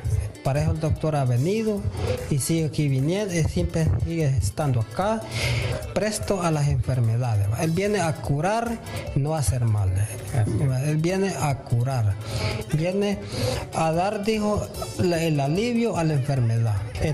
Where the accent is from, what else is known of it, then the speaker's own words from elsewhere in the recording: Trojes, El Paraíso, Honduras; Vengo de Honduras, Troje, de Departamento del Paraíso.